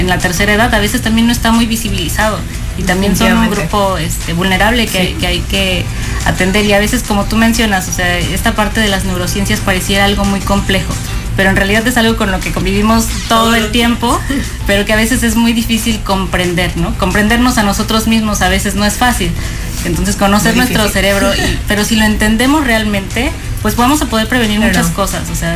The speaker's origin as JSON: {"language": "Spanish", "country": "Mexico"}